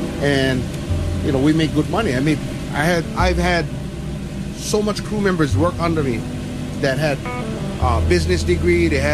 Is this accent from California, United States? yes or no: no; Waipahu, Hawaii, United States; also born or lived in Kauai; I grew up on Oahu in Waipahu, the 94 block. I moved after about maybe when I was like about 17 or something, I moved to Kauai. I was living in Kauai for about 30 plus years.